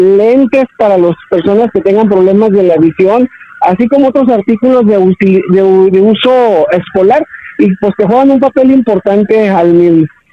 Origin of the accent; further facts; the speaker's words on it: Ciudad Juárez, Chihuahua, Mexico; De hecho, nosotros como norteños, como juarenses, nosotros podemos sobrevivir en cualquier parte de la República